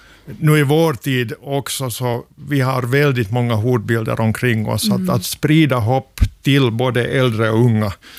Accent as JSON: {"language": "Swedish", "town": "Sibbo", "region": "Uusimaa", "country": "Finland", "tie": "born there", "also_born_or_lived": "Tanzania", "said": "No, jag är född i Borgby i Sibbo. Jag tycker att jag är inte färdig med Sibbo ännu. Det har följt med mig hela tiden när jag har varit i världen."}